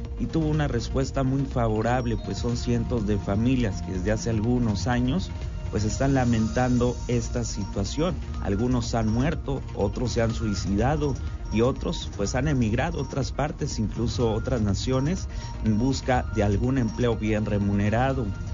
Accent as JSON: {"language": "Spanish", "country": "Mexico"}